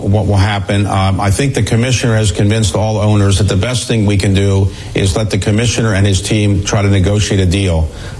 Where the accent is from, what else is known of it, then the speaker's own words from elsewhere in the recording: Baltimore, Maryland, United States; I would give my own story about why I became an owner of the Baltimore Orioles, my hometown baseball team.